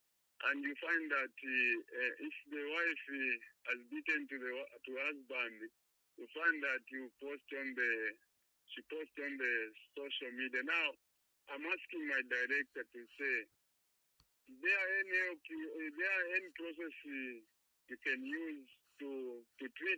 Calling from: Asanfia, Ashanti, Ghana; calling from Asanfia.

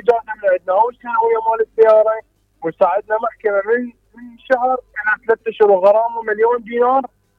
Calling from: Baghdad, Baghdad Governorate, Iraq

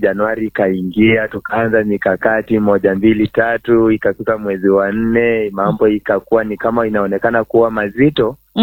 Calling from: Kitale, Trans-Nzoia County, Kenya; Ninatoka maeneo ya Kitale, Trans Nzoia. Ninatoka katika kijiji kidogo eneo la Bikeke. Ninashiriki katika kanisa la Grace Upon Grace International chini ya Bishop Godfrey Wechuli pamoja na Reverend Regina.

